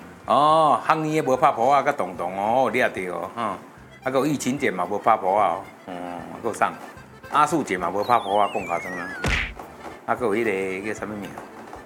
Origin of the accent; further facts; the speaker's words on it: Taiwan; 我们是台湾的平地人，我们不是原住民。